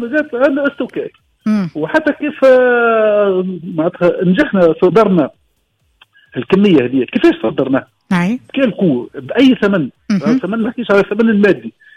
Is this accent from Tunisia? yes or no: yes; Tunisia; بإمكاننا في تونس نفرح